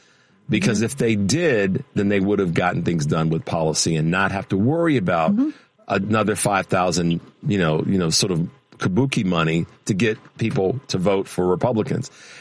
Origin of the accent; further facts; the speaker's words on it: Chicago, Illinois, United States; Listen, man, that's $13,000. I'm from Chicago. Yeah. I want my money.